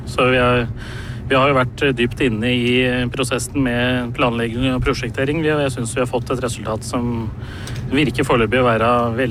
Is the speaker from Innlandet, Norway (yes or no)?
yes; Hamar, Innlandet, Norway; I og med at jeg kommer fra Hamar